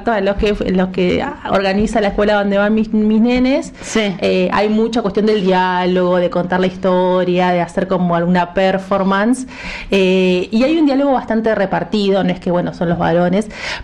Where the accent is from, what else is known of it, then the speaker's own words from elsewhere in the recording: Argentina; se ha instalado esta cosa de que Argentina venimos de los barcos, o sea, somos descendientes de la España blanca, y que en realidad la composición de nuestro país es sumamente diversa